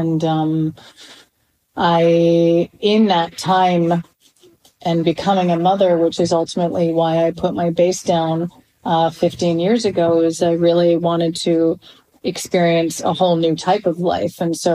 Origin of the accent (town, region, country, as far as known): Canada; born or raised there